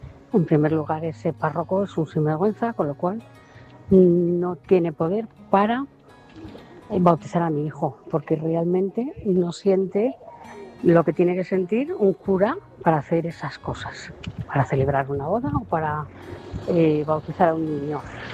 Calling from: Móstoles, Community of Madrid, Spain; Buenas noches. … de Móstoles.

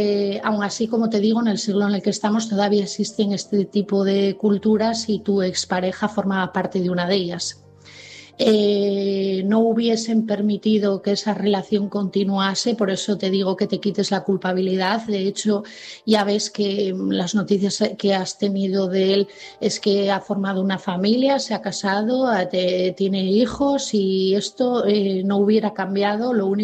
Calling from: Asturias, Spain; de Asturias y mi mensaje esta noche es para Pedro.

